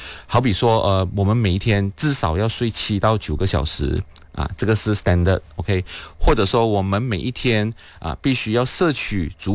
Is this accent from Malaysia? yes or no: yes; Malaysia; 我们东南亚人或者是马来西亚人有美食很多，